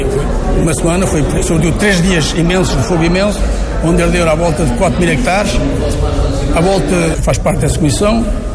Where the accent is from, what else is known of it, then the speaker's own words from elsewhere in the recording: Pombal, Leiria, Portugal; Agora eu que sou de Pombal, venho cá para termos 4 ações durante o ano.